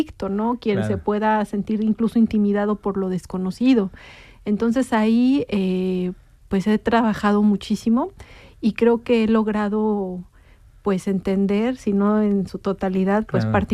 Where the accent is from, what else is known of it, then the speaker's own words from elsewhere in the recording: Puebla, Mexico; moved away as an adult; now in Winterthur, Switzerland; Soy escritora, soy poblana